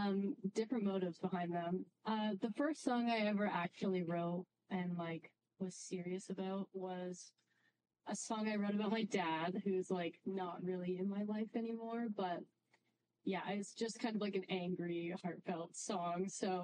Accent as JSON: {"language": "English", "town": "Prince George", "region": "British Columbia", "country": "Canada", "tie": "born or raised there", "said": "I have lived here my whole life. I moved away for 1 year in grade 7 for some reason, but I've lived here my whole life."}